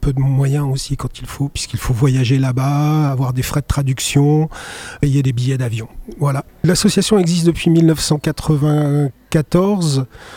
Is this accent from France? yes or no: yes; Vannes, Brittany, France; born there; je suis breton, né à Vannes en 1969, ce qui me fait 56 ans.